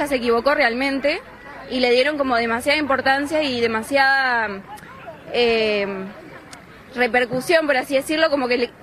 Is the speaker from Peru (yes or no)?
no; Uruguay; somos compatriotas, por así decirlo de alguna manera, somos de Río de la Plata